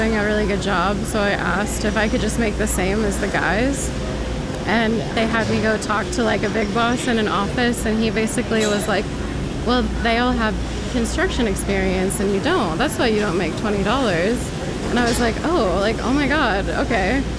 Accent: West Coast, United States; moved away; I'm not from here, so I had never experienced sexism before. I'm from the West Coast.

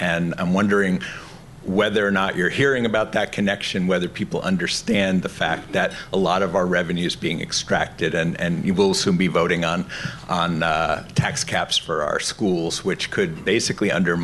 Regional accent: Brentwood, New Hampshire, United States; I'm from Brentwood, New Hampshire.

